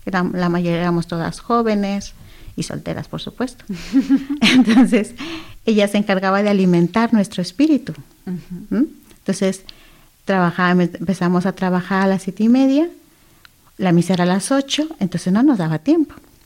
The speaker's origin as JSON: {"language": "Spanish", "town": "Monterrey", "region": "Nuevo León", "country": "Mexico", "said": "Sí, yo soy mexicana de Monterrey, Nuevo León."}